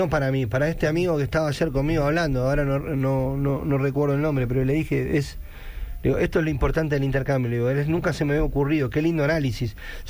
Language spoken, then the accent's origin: Spanish; Quilmes, Buenos Aires Province, Argentina; Nuestra ciudad está sobre el río de la Plata, nosotros somos de Quilmes, posada sobre el río de la Plata.